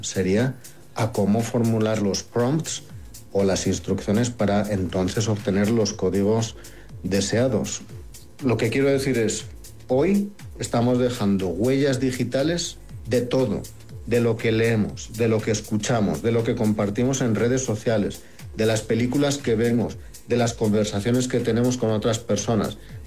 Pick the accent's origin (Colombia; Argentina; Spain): Spain; Borja, Aragon; now in Mexico; en Borja, en mi tierra natal, en España.